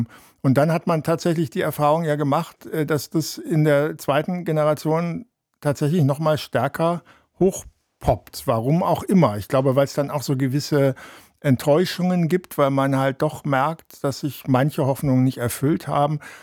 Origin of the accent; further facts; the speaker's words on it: Rhineland-Palatinate, Germany; born there; now in Berlin, Germany; auch wenn Rheinland-Pfalz, also nicht Rheinland-Pfalz, aber die Gegend ja kurz davor noch zu Bayern gehört hatte, ja, dann hätte ich einen bayerischen Pass bekommen.